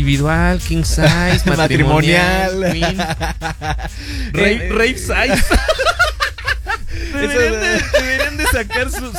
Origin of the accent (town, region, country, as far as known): Mexico